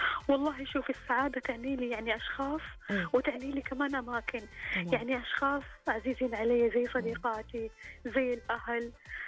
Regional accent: Taif, Makkah Province, Saudi Arabia; أنا من مواليد الطائف.

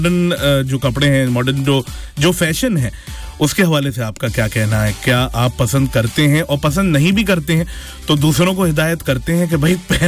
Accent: Punjab, India; हमारे यहाँ सदरी ज्यादा पहनी जाती है, हमारे यहाँ पंजाब में कोट ज्यादा पहनते हैं.

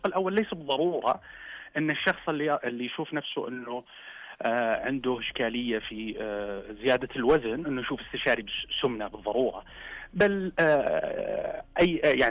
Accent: Saudi Arabia

